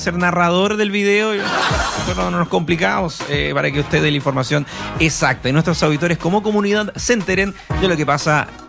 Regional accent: Chile; nuestro país

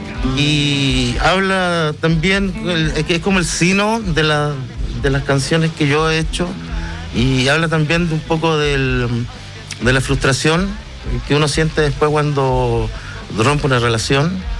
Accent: Copiapó, Atacama, Chile; Yo, como te comentaba, soy de Copiapó.

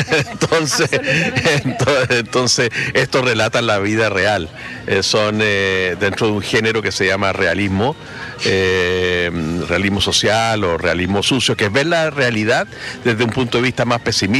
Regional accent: La Unión, Los Ríos, Chile; yo soy de La Unión

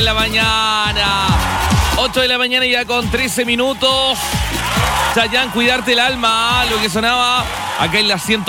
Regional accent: Valdivia, Los Ríos, Chile; Pero yo estoy acostumbrado a la lluvia. Como yo soy de Valdivia, hay lluvia. Así como que estamos acostumbrados a la lluvia

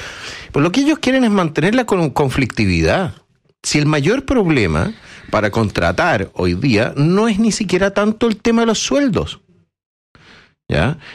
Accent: Chile; somos todos chilenos, los empresarios y los trabajadores somos chilenos.

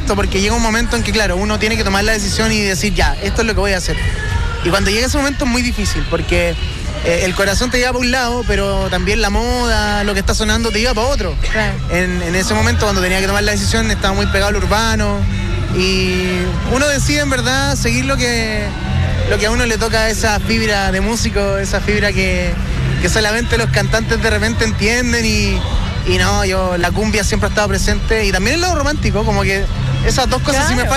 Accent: Curicó, Maule, Chile; Por ejemplo, con Entre Mares yo soy cuequero de chico. O sea, vengo de Curicó, soy una cuequera de vino.

